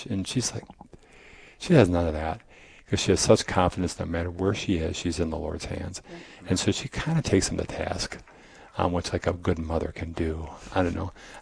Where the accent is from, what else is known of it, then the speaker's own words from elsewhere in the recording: Iowa, United States; moved away; going back to my home state of Iowa. No longer home state, I live here, but where I used to live.